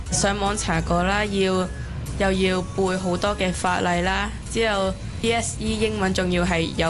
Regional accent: Vietnam; moved away; 我是一个越南人来的

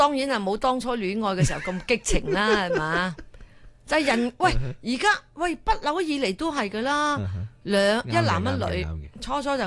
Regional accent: Malaysia; also born or lived in Singapore; 我喺馬拉長大噶嘛，跟住喺新加坡嗰啲，

